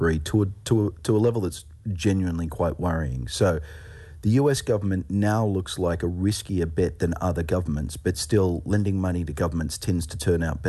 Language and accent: English; Australia